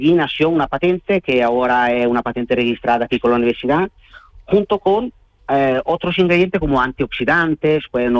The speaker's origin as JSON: {"language": "Spanish", "region": "Veneto", "country": "Italy", "tie": "born or raised there", "second_language": "Spanish", "moved": "yes", "lives_now": "Cádiz, Spain", "said": "yo soy italiano, nativo de la zona de Venecia, pero llevo muchos años aquí en Cádiz"}